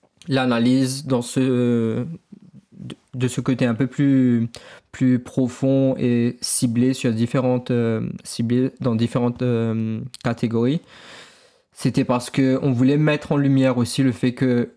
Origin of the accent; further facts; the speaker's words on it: Mauritius; C'est quand on est hors de Maurice qu'on est le plus Mauricien. Et du coup, là, après 1 an, 2 ans, 3 ans, je me dis, ah, j'ai quand même envie de travailler un peu à Maurice